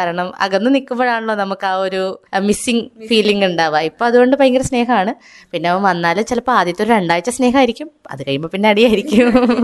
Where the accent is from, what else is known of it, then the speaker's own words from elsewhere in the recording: Pala, Kerala, India; born there; also born or lived in Vaikom; ഞാൻ ജനിച്ചു വളർന്നത് ഒരു 6 വയസ്സ് വരെ വളർന്നത് വൈക്കുമായിരുന്നു. അതിനുശേഷം പിന്നെ ഇങ്ങോട്ടേക്ക് പാലായിലേക്ക് മാറുക ചെയ്തത്.